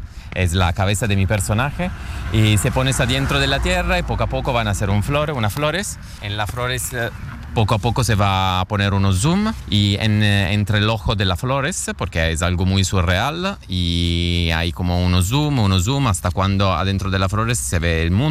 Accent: Turin, Piedmont, Italy; Spanish is a second language; moved away; Soy un artista italiano de Torino, del norte de Italia.

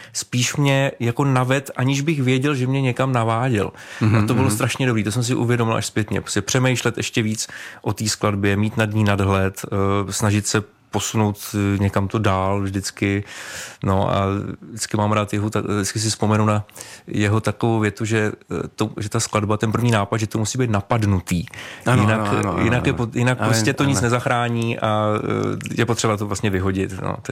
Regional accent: Hradec Králové, Hradec Králové Region, Czechia; já jsem z Hradce Králové, takže

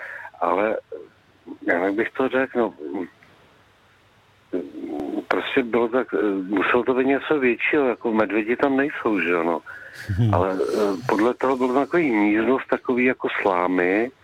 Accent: Moravia, Czechia; my jsme původně z Moravy, jako.

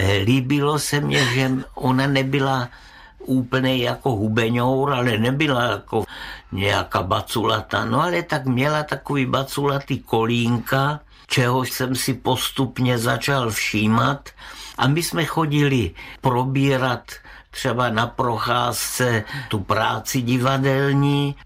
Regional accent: Brno, South Moravian Region, Czechia; accent: Brno dialect (brněnština); moved away as an adult; now in Prague, Czechia; jak já mluvím tak brněnsky někdy

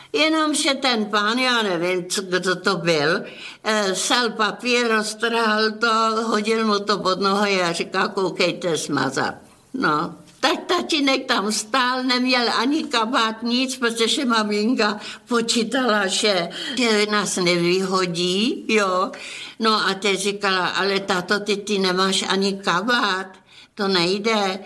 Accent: Ústí nad Labem Region, Czechia; born there

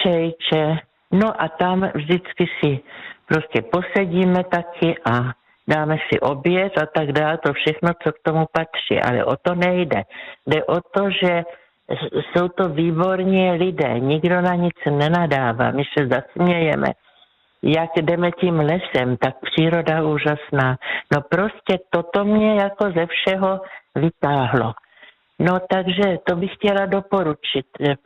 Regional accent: South Moravian Region, Czechia; Vyrůstala jsem v krásném prostředí u Břeclavi dole na Jižní Moravě

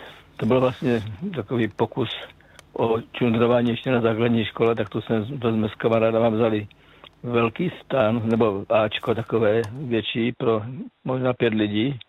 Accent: South Moravian Region, Czechia; No, já jsem s tím vlastně začínal, když jsem se dostal z Moravského Slovácka, kde jsem se teda narodil a kde jsem vyrůstal, do Rožnova, na Promyslovku, tam jsem byl na internátě.

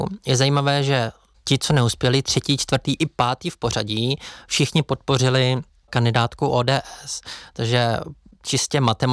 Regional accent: Hradec Králové, Hradec Králové Region, Czechia; já sám jsem Hradečák

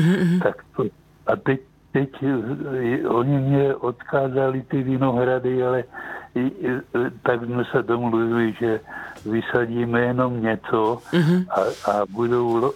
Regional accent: Strážnice, South Moravian Region, Czechia; born there; now in Brno, Czechia; Ještě jedno, já jsem se narodil ve Strážnici a bývám v Brně.

